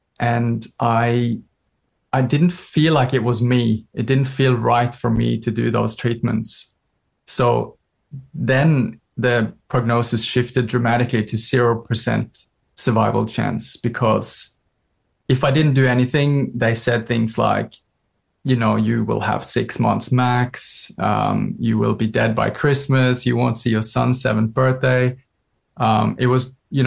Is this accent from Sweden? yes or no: no; Norway; moved away as an adult; now in Australia; I'm from Norway, but have lived in Australia since 2002.